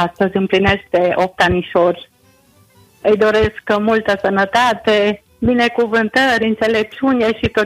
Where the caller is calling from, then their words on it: Cluj-Napoca, Cluj County, Romania; din Zorilor.